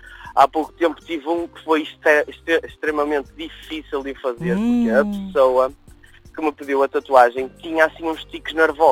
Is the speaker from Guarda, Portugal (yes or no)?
no; Esmoriz, Aveiro, Portugal; moved away as an adult; Eu sou oriundo de Ismuriz.